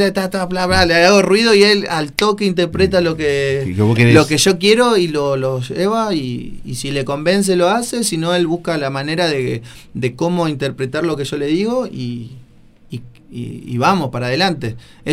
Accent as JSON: {"language": "Spanish", "country": "Argentina", "said": "desde lo que somos como pueblo argentino"}